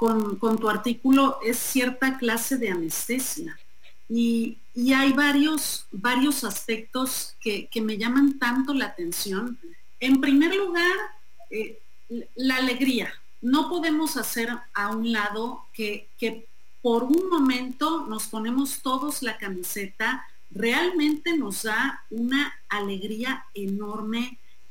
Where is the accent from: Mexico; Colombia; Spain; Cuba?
Mexico